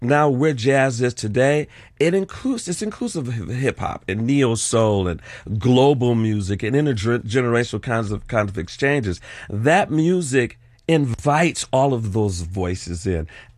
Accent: Detroit, Michigan, United States; Well, you know, I have to really give my hometown, Detroit, some shout out about that.

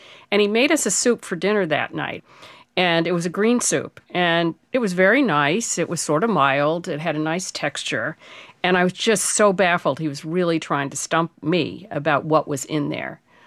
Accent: Kitchener, Ontario, Canada; I'm from Kitchener, Ontario, Canada.

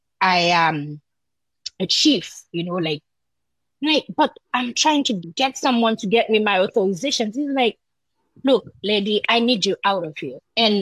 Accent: Jacmel, Sud-Est, Haiti; And the road leading to Jacmel, my hometown, was closed through Martissant, which is a very big region in Port-au-Prince.

